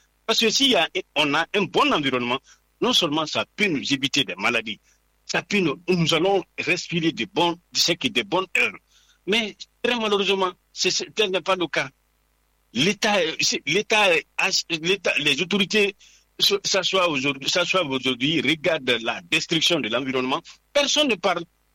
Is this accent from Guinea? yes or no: yes; Dinguiraye, Faranah, Guinea; born there; chez moi, à Dingiray. Quand le mois de mars arrive là-bas, personne ne peut sortir sous le soleil.